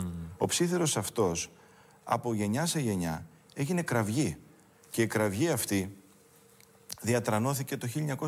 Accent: Nea Kerasounta, Epirus, Greece; το χωριό μου, η Νέα Κερασούντα της Πρέβεζας, στο νομό Πρεβέζης, από κατάγομαι.

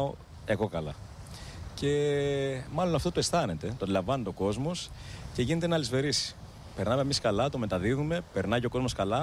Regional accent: Athens, Attica, Greece; moved away as an adult; now in Crete, Greece; εγώ μεγάλωσα στην Αθήνα καταρχάς. Εγώ κατέβηκα μόνιμα στην Κρήτη στα 18-19 μου χρόνια.

